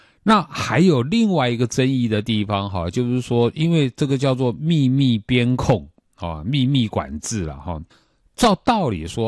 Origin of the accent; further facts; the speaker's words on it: Taiwan; 过去我们常常说，我们台湾人去中国不是常常有被留置啊、被约谈啊